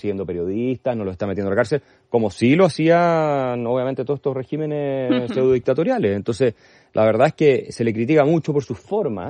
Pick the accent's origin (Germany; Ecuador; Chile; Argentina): Germany; yo soy alemán, pero Alemania es un país que es un desastre completo hoy en día